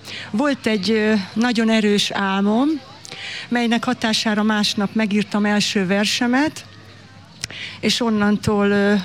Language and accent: Hungarian; Solt, Bács-Kiskun, Hungary; moved away as an adult; now in Jászboldogháza, Hungary; Habár én a Kiskunságból származom, első pillanattól kezdve, Soltról pontosabban, első pillanattól, hogy ide kerültem, a férjem révén